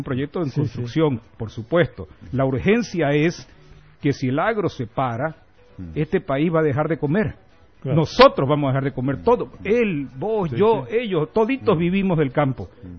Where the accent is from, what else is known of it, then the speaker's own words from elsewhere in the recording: Santa Cruz, Bolivia; nosotros como cruceños